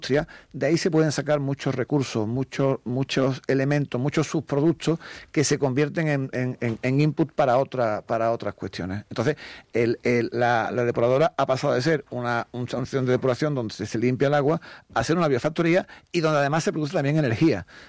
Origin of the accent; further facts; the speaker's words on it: Spain